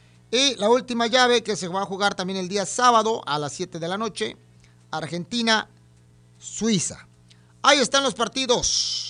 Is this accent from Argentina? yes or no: no; Arriaga, Chiapas, Mexico; Soy de México. Soy de aquí. Soy de Arriaga. De acá del barrio Hollywood. Pues ahí en mi mapa geográfico dice soy mexicano.